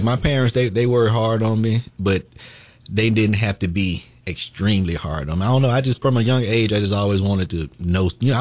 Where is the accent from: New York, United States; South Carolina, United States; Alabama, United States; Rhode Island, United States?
Alabama, United States; Bessemer; I'm a lifelong resident of Bessemer. Been in Bessemer my whole life. So you know, I'm very proud to say I'm from Bessemer.